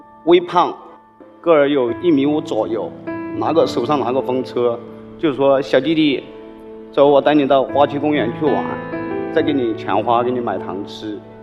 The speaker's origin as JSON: {"language": "Chinese", "region": "Guizhou", "country": "China", "said": "我来自贵州。"}